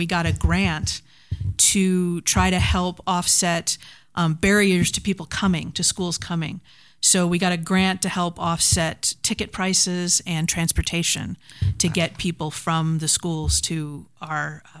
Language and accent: English; Wisconsin, United States; moved away as an adult; also born or lived in Louisville, Kentucky; now in St. Louis, United States; Well, so I grew up in Wisconsin.